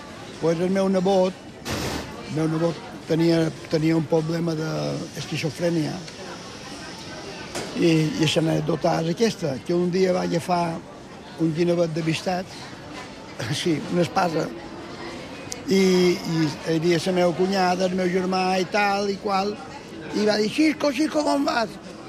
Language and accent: Catalan; Palma, Balearic Islands, Spain; born there; Jo vaig néixer en el Matadero. M'entén, ma mare pelava peus i jo em fotien a dins un meritxanota i em tiraven un racó. Això és així. Quan vaig començar a caminar, ma mare pelava peus i jo estava a 50 metres de la nave dels xocs, de l'escorxó de Palma.